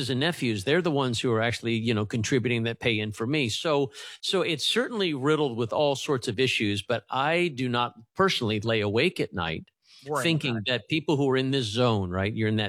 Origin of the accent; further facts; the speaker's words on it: Virginia, United States; I'm a Virginian, I grew up in Virginia for a number of years